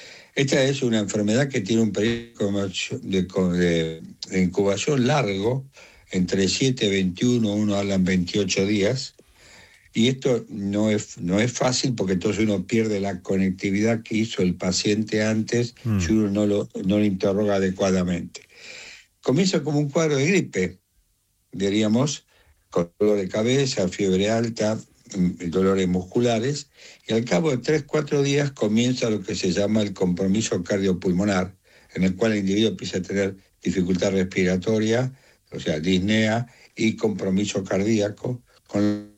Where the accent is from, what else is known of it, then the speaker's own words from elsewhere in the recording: Argentina; Padres que de Galicia, sí. Yo soy el primer argentino de la familia.